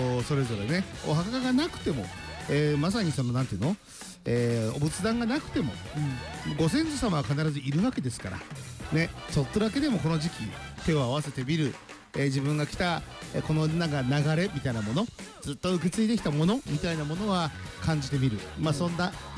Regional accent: Ibaraki, Japan; 地元茨城

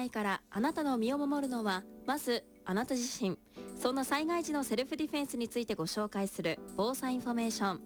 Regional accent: Nagoya, Aichi, Japan; 名古屋は私の地元なんですけれども、

